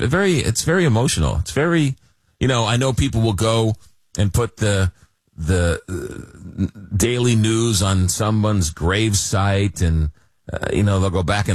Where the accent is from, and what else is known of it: New York, United States; born or raised there